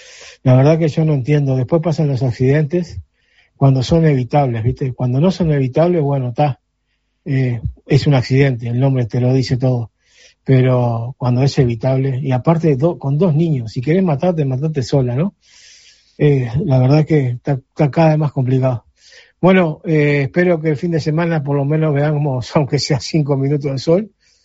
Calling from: Montevideo, Uruguay; de Carrasco Norte

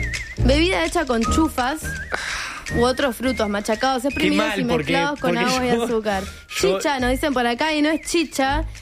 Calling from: Montevideo, Uruguay; de Flor de Maroñas.

